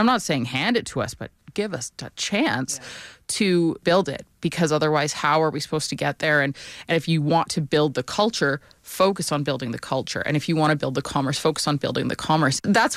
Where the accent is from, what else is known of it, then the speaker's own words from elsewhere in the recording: Calgary, Alberta, Canada; really believe in truly Albertan and prairie stories, you know, and I have a very unique lens being born and raised in Calgary too